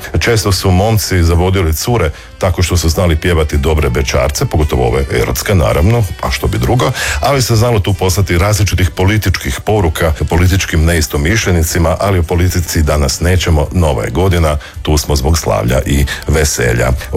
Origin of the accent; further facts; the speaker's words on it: Osijek, Osijek-Baranja County, Croatia; došao sam iz Osijeka, urbani sam Slavonac, nisam šokac